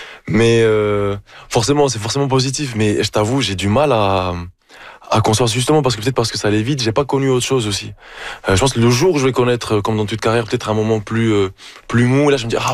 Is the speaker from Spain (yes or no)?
yes; Spain; moved away; je suis né là-bas